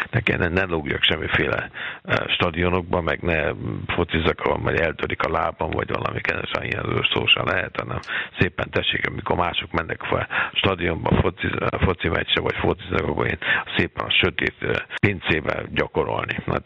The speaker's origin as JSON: {"language": "Hungarian", "region": "Budapest", "country": "Hungary", "lives_now": "Starnberg, Germany", "said": "tudod, én pesti srác vagyok, hát ez a világ csodája lenne, hogy ott megnyernénk a Champions League."}